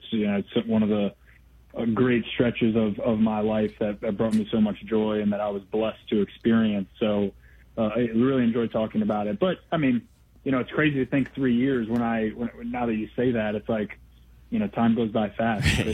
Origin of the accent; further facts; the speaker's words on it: Detroit, Michigan, United States; now in Champaign, United States; growing up in Detroit